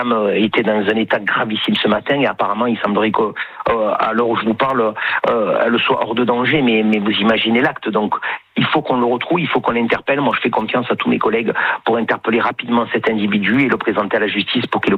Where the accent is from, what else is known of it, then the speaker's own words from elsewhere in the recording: Marseille, Provence-Alpes-Côte d'Azur, France; Bien sûr, vous savez, moi je suis marseillais, je vis à Marseille et faire patrie à Marseille, ça veut dire quelque chose, quoi.